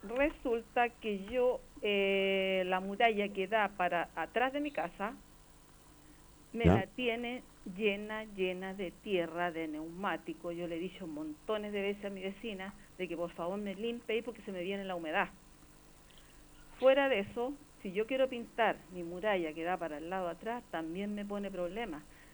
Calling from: Valparaíso, Chile; soy de Playa Ancha.

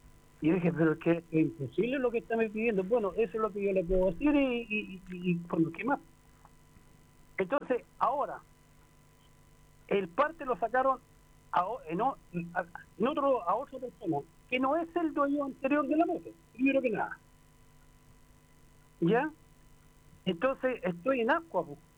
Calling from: Villa Alemana, Valparaíso, Chile; Vivo en Villa Alemana.

